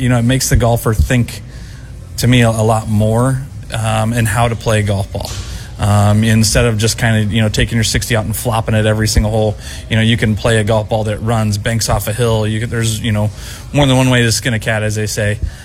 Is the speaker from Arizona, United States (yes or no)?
yes; Phoenix, Arizona, United States; moved away; born and raised in Phoenix